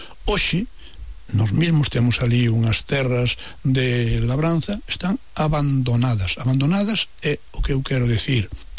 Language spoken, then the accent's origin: Galician; Sober, Galicia, Spain; born there; eu nacín en Sober